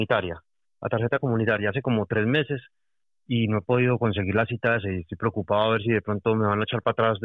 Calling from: Madrid, Community of Madrid, Spain; desde Las Tablas.

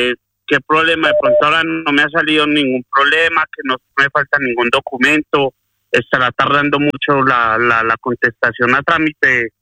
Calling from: Madrid, Community of Madrid, Spain; Buenos días … me comunico de Madrid.

